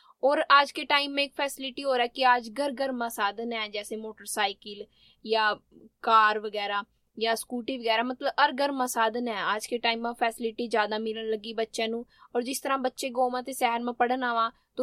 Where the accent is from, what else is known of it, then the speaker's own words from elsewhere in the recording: Fatehpur, Haryana, India; और हम फतेहपुर गांव में रहा, और जो मेरी स्टडी है वो मैंने प्लस टू नगला स्कूल, जो मेरे गांव के थोड़ी दूर था, वहां से करी।